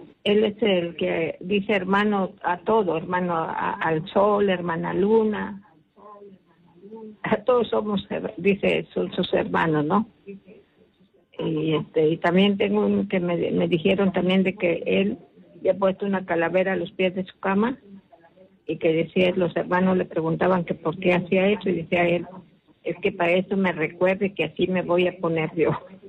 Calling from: Piura, Peru; De Piura.

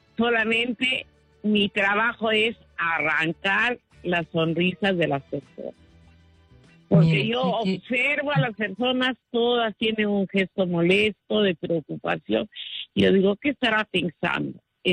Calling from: Lima, Peru; Yo vivo en Los Olivos

